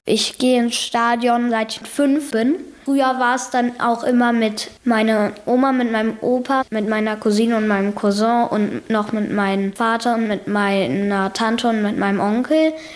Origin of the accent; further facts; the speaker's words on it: Cologne, North Rhine-Westphalia, Germany; born there; meine halbe Familie ist Leverkusen-Fans und ich wurde in Köln geboren.